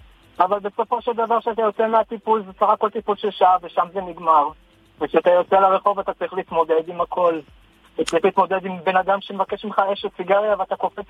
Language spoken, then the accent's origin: Hebrew; Jerusalem, Jerusalem District, Israel; now in Azarya, Israel; אני יליד ירושלים, היום אני גר במושב עזריקה.